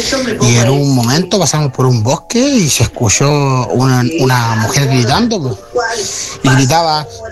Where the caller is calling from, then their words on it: Puchuncaví, Valparaíso, Chile; yo soy de acá de Puchuncaví.